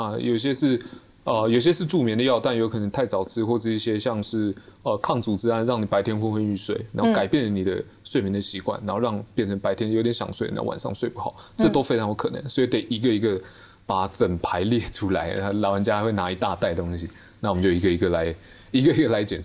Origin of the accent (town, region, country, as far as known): Taiwan